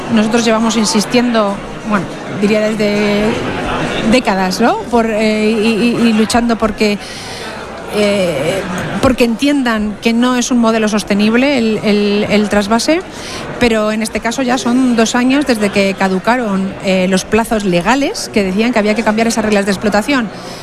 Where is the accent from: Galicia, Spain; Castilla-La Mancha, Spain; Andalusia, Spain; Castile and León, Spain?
Castilla-La Mancha, Spain; Somos lo que somos, somos gente con las cosas claras porque somos castellano-manchegos y vivimos Castilla-La Mancha.